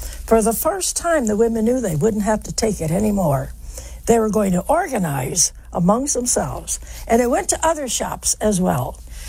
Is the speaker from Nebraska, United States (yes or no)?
no; West Virginia, United States; born there; And I said, well, I was born in West Virginia